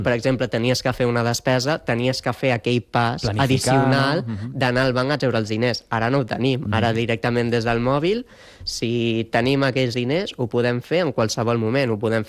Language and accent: Catalan; Barcelona, Catalonia, Spain; aquí els que som de Barcelona o al voltants